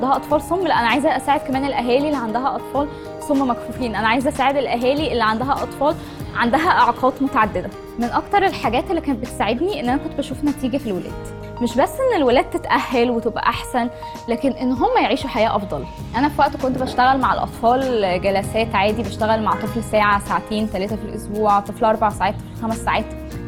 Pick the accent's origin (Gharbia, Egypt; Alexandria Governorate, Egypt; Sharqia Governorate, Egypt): Alexandria Governorate, Egypt; Alexandria; انا في الاصل من اسكندريه. انا اخويا الصغير اتولد عنده مشكله في السمع. قعدنا ندور كتير قوي في اسكندريه على اماكن تساعده